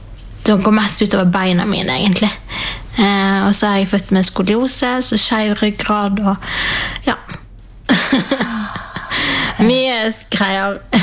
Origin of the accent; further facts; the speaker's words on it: Bergen, Vestland, Norway; Jeg vokste opp i Bergen sammen med en mamma og pappa og en lillesøster, og etter hvert en lillebror. Han er 12 år yngre enn meg, så han kom litt art på klatt, ja. Men ja, jeg vokste opp i kristent hjem